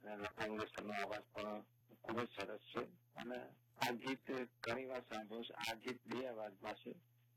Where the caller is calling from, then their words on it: Ahmedabad, Gujarat, India; હું રહું છું અમદાવાદમાં. મારું ગામ છે